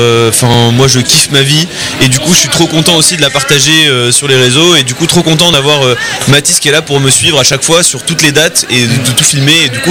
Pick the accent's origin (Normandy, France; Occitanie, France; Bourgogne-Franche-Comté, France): Normandy, France; Bernay; moved away as an adult; now in Laval, France; je suis originaire de Normandie, de Bernay, mais j'ai déménagé maintenant il y a 2 ans. Et je me suis installé à Laval